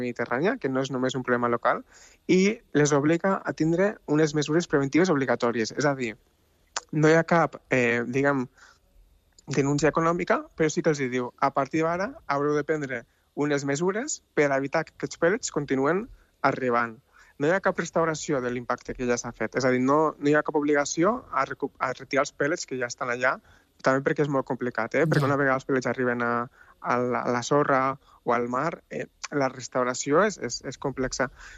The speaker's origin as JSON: {"language": "Catalan", "town": "Tarragona", "region": "Catalonia", "country": "Spain", "lives_now": "Basque Country, Spain", "said": "Bueno, jo sóc de Tarragona, eh? Però jo estic vivint al País Basc"}